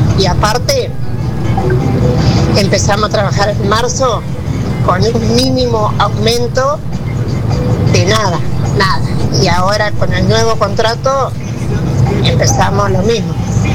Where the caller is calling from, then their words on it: Buenos Aires Province, Argentina; soy de Pastel.